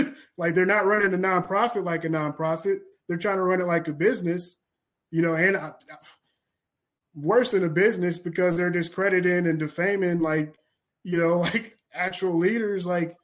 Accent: Kentucky, United States; I'm from Kentucky. I organize.

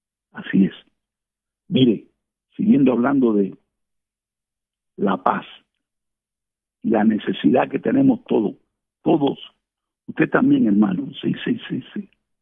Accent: Cuba; nosotros los caribeños. ¿Sí? Yo me incluyo porque yo soy cubano

